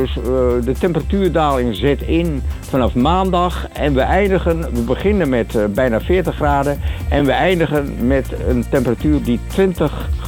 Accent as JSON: {"language": "Dutch", "region": "Overijssel", "country": "Netherlands", "said": "Oorspronkelijk Twentenaar."}